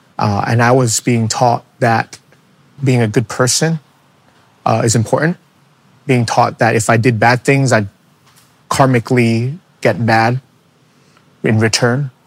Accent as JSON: {"language": "English", "town": "New York City", "region": "New York", "country": "United States", "tie": "born or raised there", "said": "why would God pay attention to a chubby Asian kid in the South Bronx? Growing up in New York City, scared to go outside"}